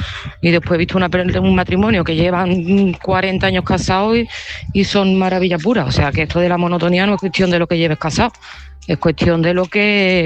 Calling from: Seville, Andalusia, Spain; de Sevilla y este mensaje va para mi Lourdita.

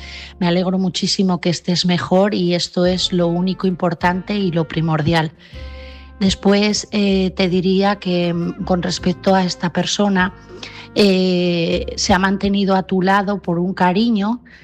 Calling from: Asturias, Spain; ¿Cómo estáis? … de Asturias y mi mensaje esta noche es para Denis.

